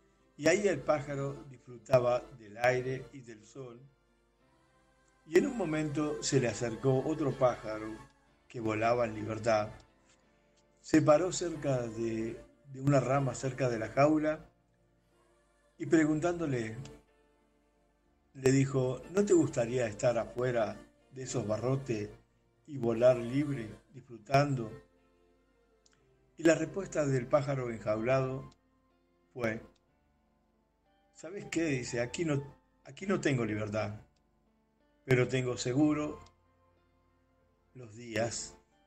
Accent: Argentina; soy de Argentina.

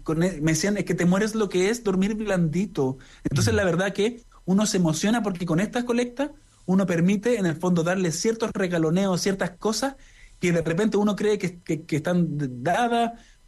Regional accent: Chile

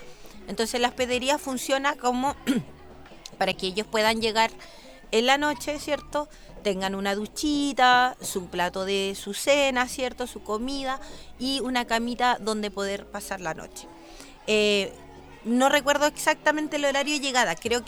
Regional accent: Concepción, Biobío, Chile; Yo fui voluntaria del Hogar de Cristo en mi ciudad natal, que es Concepción

